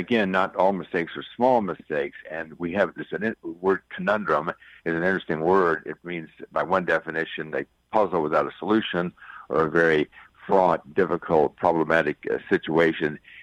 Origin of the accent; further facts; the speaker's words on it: Texas, United States; I'm from Texas, very proud to be from Texas